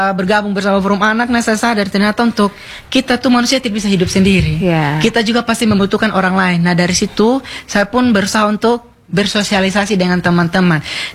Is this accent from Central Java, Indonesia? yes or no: no; Sumba, East Nusa Tenggara, Indonesia; kita orang Sumba